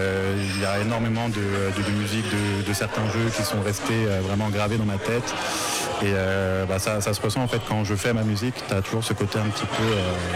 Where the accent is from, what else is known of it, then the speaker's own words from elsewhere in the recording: Nantes, Pays de la Loire, France; très important en fait sur le calendrier de l'année en tant que Nantais avec le festival Scopiton